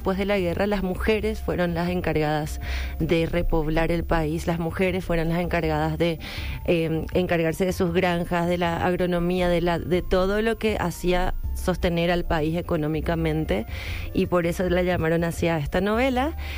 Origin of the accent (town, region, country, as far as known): Paraguay